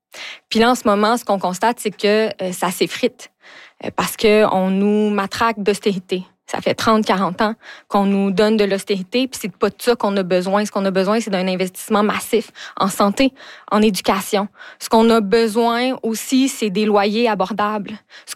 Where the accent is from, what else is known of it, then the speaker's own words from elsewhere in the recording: Val-d'Or, Quebec, Canada; moved away as an adult; je suis originaire de Val-d'Or. Je suis née, j'ai grandi là-bas, puis j'ai quitté la région pour les études.